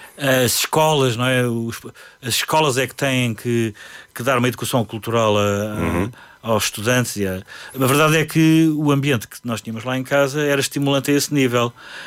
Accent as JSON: {"language": "Portuguese", "region": "Lisbon", "country": "Portugal", "tie": "born there", "said": "mas nasci em Lisboa, mas não sou um lisboeta típico, como outros, não é?"}